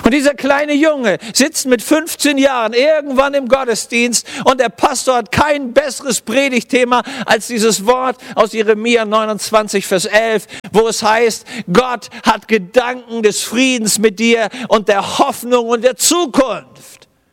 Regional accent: Germany

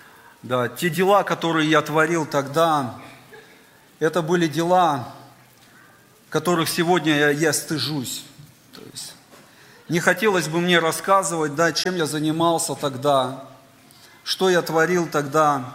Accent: Novosibirsk, Novosibirsk Oblast, Russia; moved away as an adult; now in Volgograd, Russia; Сам я родом из Новосибирска. Это город, это Сибирь, это такой, как столица Сибири, можно сказать, да, то есть около 20 лет я прожил там.

